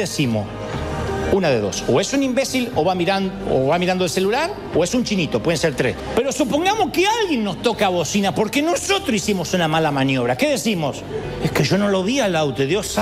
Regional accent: Argentina; Número uno, soy argentino.

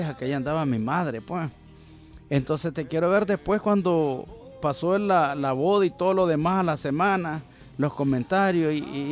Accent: Nicaragua; como decimos en nicaragüense

